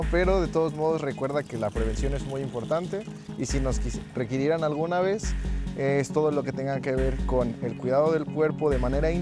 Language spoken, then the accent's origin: Spanish; Mexico; cómo es el proceso para poder llegar aquí como mexicano, como latino, a estos nuevos rumbos.